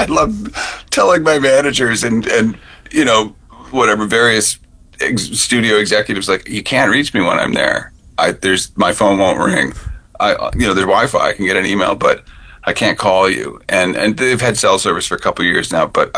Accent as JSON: {"language": "English", "region": "Ontario", "country": "Canada", "tie": "born or raised there", "said": "I was in Winterton a lot as a kid in the summers, even though I grew up in Ontario, but my mom is from Newfoundland. She was born in Bonavista."}